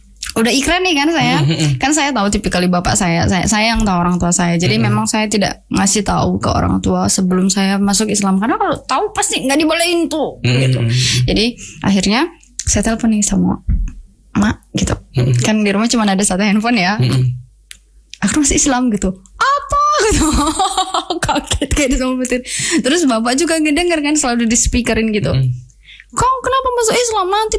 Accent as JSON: {"language": "Indonesian", "region": "North Sumatra", "country": "Indonesia", "tie": "born or raised there", "also_born_or_lived": "Pematangsiantar", "moved": "yes", "said": "SMA Katolik ini di Siantar kan, jauh dari kampung saya. Saya tuh di kampung yang sangat kecil, sangat pedalaman."}